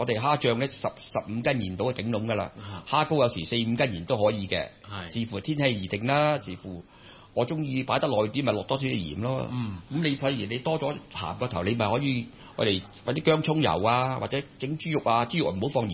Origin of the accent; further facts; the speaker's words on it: Hong Kong; 我们香港人又叫银虾啦